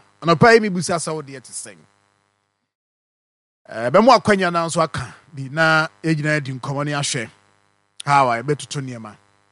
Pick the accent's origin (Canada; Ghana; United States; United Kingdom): Ghana; I'm from Ghana.